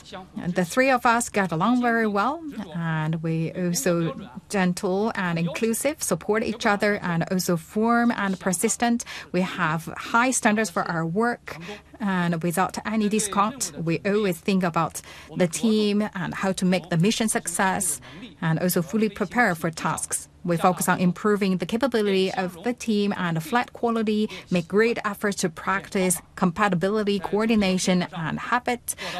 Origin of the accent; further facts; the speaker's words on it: Hong Kong; For me, growing up in Hong Kong, the Lion Rock spirit has long been engraved in my heart.